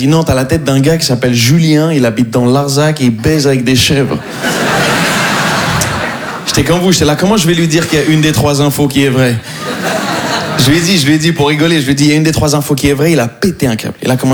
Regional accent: Morocco; Je suis marocain et ouais, voilà, ça se voit pas du tout.

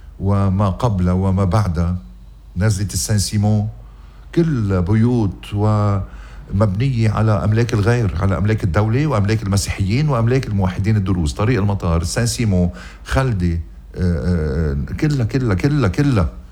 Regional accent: Lebanon; عم بيحملونا كلنا كلبنانيين مسؤولية

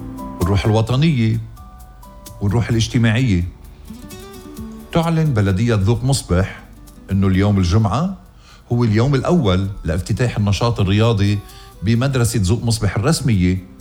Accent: Lebanon

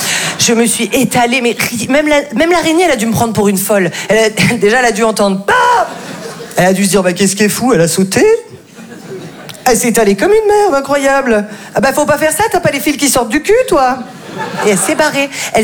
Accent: Valdeblore, Provence-Alpes-Côte d'Azur, France; moi je viens d'un tout petit village qui s'appelle Val-de-Blore.

